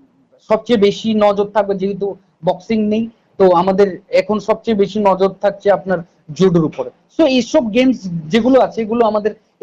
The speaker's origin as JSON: {"language": "Bangla", "country": "India", "said": "আমরা ইন্ডিয়ান"}